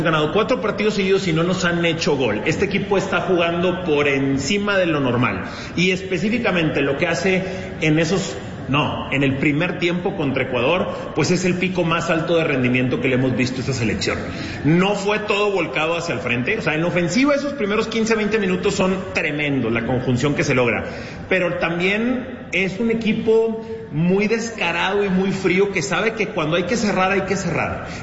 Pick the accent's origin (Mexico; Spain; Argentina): Mexico; un surgimiento de un orgullo mexicano que a mí en mis 37 años de vida no me habí